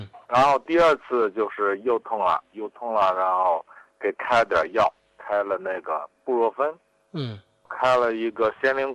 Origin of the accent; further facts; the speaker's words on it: Handan, Hebei, China; 河北邯郸。